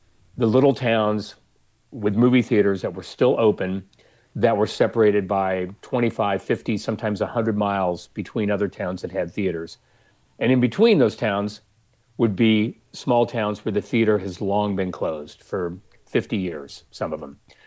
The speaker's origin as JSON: {"language": "English", "town": "Seattle", "region": "Washington", "country": "United States", "said": "I'm from Seattle"}